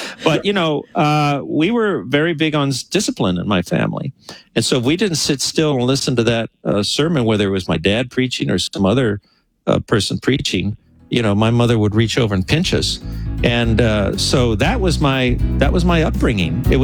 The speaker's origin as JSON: {"language": "English", "town": "Los Angeles", "region": "California", "country": "United States", "tie": "born or raised there", "said": "when I was this, you know, seven-year-old kid growing up in East L.A., God knew it."}